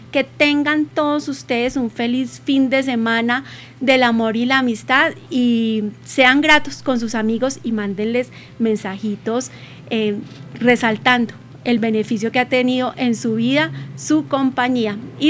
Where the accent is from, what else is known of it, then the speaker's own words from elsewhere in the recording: Bogotá, Colombia; desde Bogotá, desde mi tierra